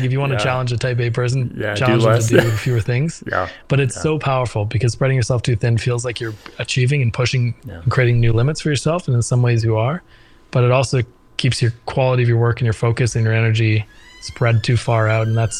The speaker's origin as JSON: {"language": "English", "country": "Canada", "said": "I'm Canadian"}